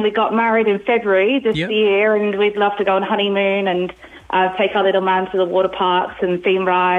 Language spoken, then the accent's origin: English; England, United Kingdom; moved away as an adult; I'm from England originally, and I got family in England and in New Zealand.